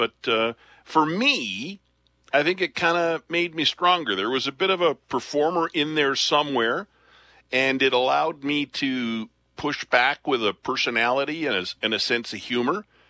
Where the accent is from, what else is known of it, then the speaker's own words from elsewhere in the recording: Picture Butte, Alberta, Canada; moved away as an adult; also born or lived in Lethbridge; Picture Butte is where I was born in Lethbridge, grew up, raised in Picture Butte. First 5 or 6 years of my life, I was on a sugar beet farm.